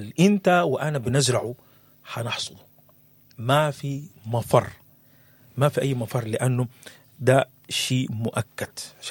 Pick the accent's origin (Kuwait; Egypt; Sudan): Sudan; شوفوا الدمار الموجود في بلدنا السودان.